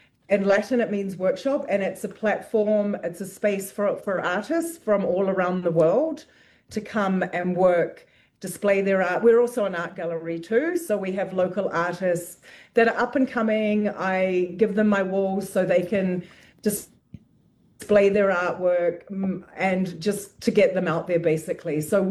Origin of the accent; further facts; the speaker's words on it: New Zealand; moved away as an adult; now in Banff, Canada; I've always been torn with wanting to come back to New Zealand because New Zealand is my motherland and it's beautiful